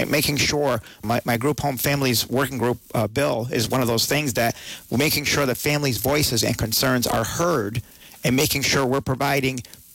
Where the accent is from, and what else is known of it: Rotterdam, New York, United States; born or raised there